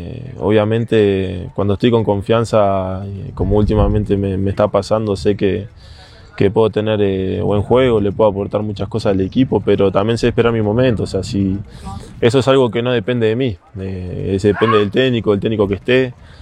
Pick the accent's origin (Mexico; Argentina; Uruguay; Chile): Uruguay; moved away as an adult; quería quedarme en mi país, quería quedarme en Uruguay